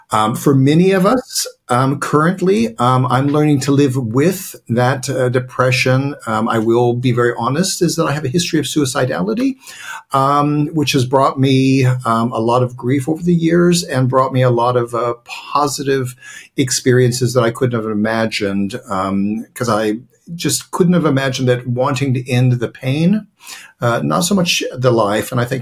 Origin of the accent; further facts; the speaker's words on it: United States; I'm an American. I grew up in the military. My father was in the Air Force. So we got to do a lot of traveling